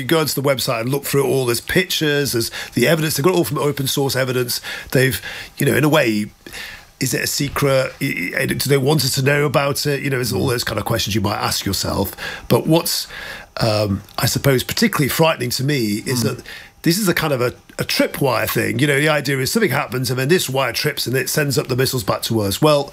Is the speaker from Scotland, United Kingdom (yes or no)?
no; Manchester, North West England, United Kingdom; I'm from Manchester, but I happened to be in London.